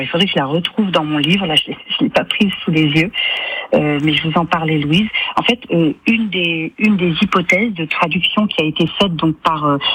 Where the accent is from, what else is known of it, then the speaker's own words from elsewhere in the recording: Brittany, France; also born or lived in Vannes / Rennes; moi je suis bretonne du Finistère, mais j'ai pas mal, avec des différentes affectations de mon père, j'ai pas mal été postée dans d'autres coins de Bretagne, Vannes, Rennes, où j'ai été aussi une partie de... Enfin, j'ai fait des études à Rennes.